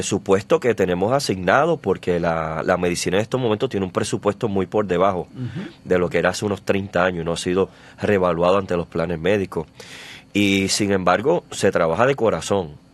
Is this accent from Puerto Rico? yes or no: yes; Puerto Rico